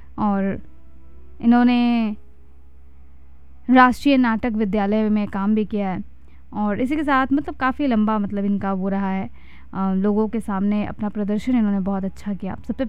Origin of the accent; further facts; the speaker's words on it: Uttar Pradesh / Bihar, India; हमारे यहाँ यूपी बिहार में तिलक होता है, तिलकोत्सव।